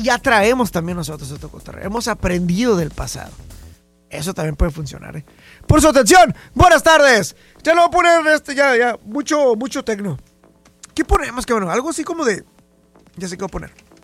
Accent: Mexico; que de repente como buen mexicano nos gusta, somos muy, nos de repente somos muy valientes, ¿no?

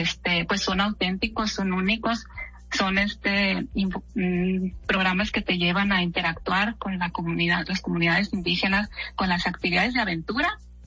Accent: northern Mexico, Mexico; Soy mexicana, decía yo.

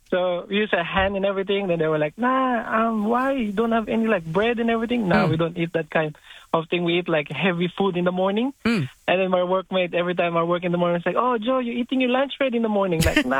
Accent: Philippines; we grew up in Asian country. I grew up in Philippines, so

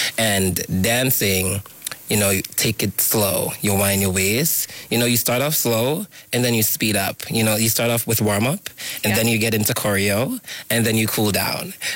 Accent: Jamaica; moved away; growing up in Jamaica, it was super hard because Jamaica's a homophobic society.

